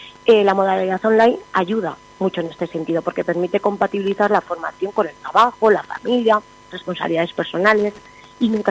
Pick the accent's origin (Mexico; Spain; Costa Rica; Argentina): Spain; Campillo de Aragón, Aragon; Yo soy de Campillo de Aragón, soy un pueblecito de la comarca de Calatayud, y sé lo que significa crecer en un pueblo